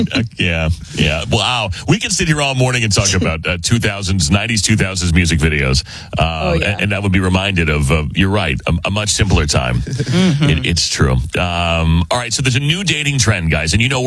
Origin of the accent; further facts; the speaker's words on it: Arizona, United States; Yeah, well, I mean, it's my home state, so I recognize the red rocks.